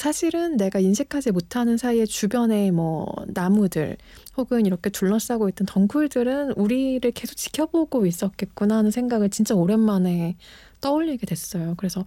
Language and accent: Korean; Seoul, South Korea; 저도 그래서 성인이 된 이후에 제가 20살 이전에 살던 그 상도동 아파트를 몇 번 가본 적이 있어요. 근데 저는 진짜 그야말로 아파트 키즈여서